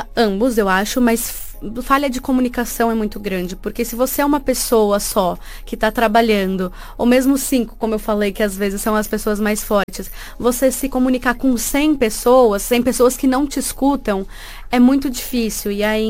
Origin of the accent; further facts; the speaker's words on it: Brazil; now in Portugal; eu sou brasileira